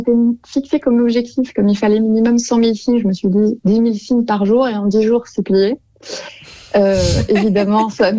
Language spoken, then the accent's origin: French; Brussels, Brussels-Capital Region, Belgium; je suis bruxelloise. Scarbécoise plus précisément.